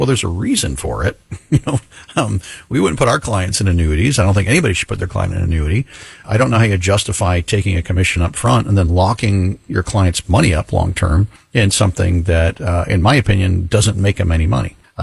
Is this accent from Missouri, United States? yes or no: no; Florida, United States; Yeah, I was born and raised in Florida.